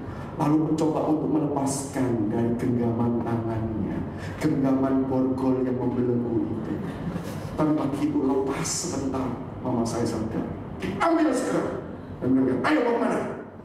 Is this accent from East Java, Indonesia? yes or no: yes; Surabaya, East Java, Indonesia; Seringkali kalau di Surabaya, saya dari Surabaya, yang ada dari Surabaya, salam hangat sesama arek Surabaya. Jangan lupakan kota tercinta, kota pahlawan ya.